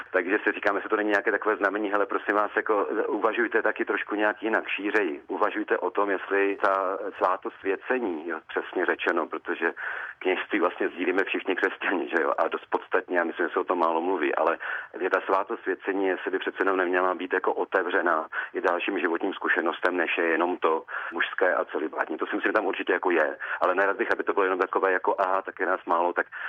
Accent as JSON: {"language": "Czech", "town": "Brno", "region": "South Moravian Region", "country": "Czechia", "tie": "born or raised there", "said": "jsem rodilý Brňák"}